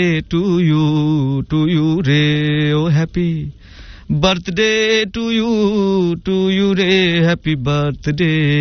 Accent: Dhaka, Dhaka Division, Bangladesh; accent: Dhaka dialect; আমি পারি আমার ঢাকার ভাষাটা, বাকিগুলো আমি খুব একটা পারি না

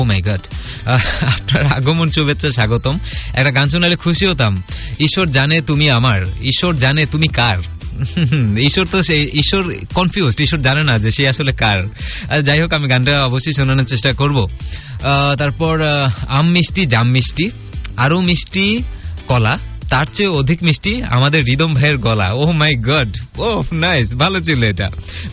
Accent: Sylhet Division, Bangladesh; প্রথম ক্লু ছিল আমি … আর দ্বিতীয় ক্লু ছিল আমি সিলেটি।

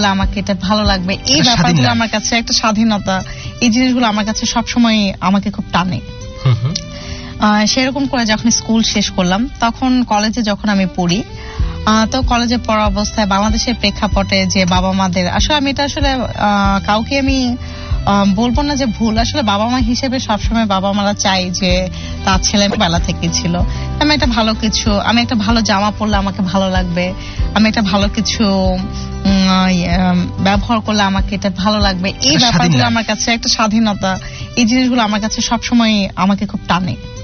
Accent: Bangladesh; moved away as an adult; also born or lived in Russia; আমার জন্মগ্রহণ করছি আমি হচ্ছে বাংলাদেশে, আর আমার বেড়ে ওঠাটা ছিল রাশিয়াতে

